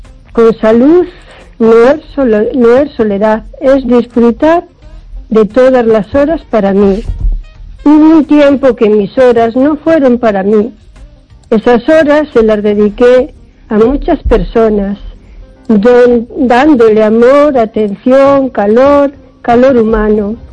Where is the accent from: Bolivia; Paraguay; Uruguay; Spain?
Spain; O Carballiño, Galicia